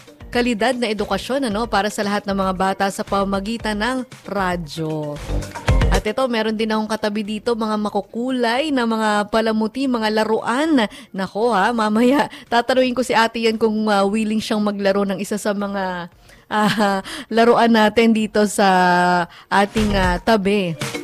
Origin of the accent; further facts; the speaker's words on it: Antipolo, Calabarzon, Philippines; Ako kasi taga Antipolo ko, sa Rizal Province kami.